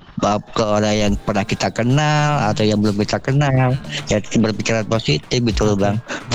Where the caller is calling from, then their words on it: Jakarta, Indonesia; Oke, Prompat FM, saya dari Jakarta.